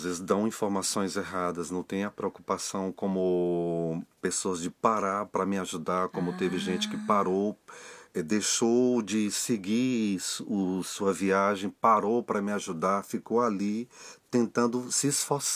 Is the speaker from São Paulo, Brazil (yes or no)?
no; Água Branca, Piauí, Brazil; also born or lived in Uruçuí, Brazil; nascido e criado no Piauí e sou funcionário público, sou bancário, trabalho numa agência bancária lá na cidade de Água Branca. Antes trabalhava em Uruçuí, passei 12 anos em Uruçuí